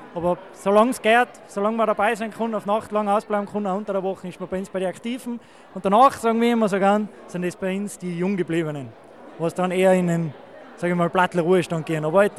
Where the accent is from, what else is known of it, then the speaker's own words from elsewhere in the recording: Trentino-Alto Adige, Italy; Also so wie wir jetzt mitgekriegt haben, bei uns in Südtirol, so ist es bei uns nicht.